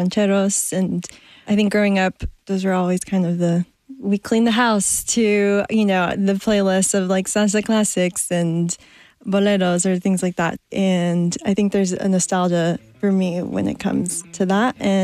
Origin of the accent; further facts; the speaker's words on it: Nashville, Tennessee, United States; My family's from Mexico, and I grew up here in Nashville